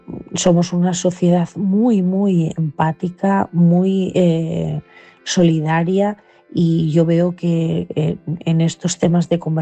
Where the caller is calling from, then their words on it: Asturias, Spain; de Asturias, esta noche desde León